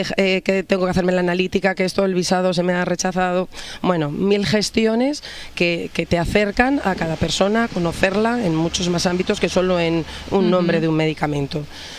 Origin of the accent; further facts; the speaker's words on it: Bilbao, Basque Country, Spain; born there; also born or lived in Aguilar de Campoo; now in Cantabria, Spain; Nacida en Bilbao, en el País Vasco, con sangre castellana, de la zona de la Montaña Palentina, pero de adopción me siento totalmente cántabra. Llevo ya 18 años viviendo en Cantabria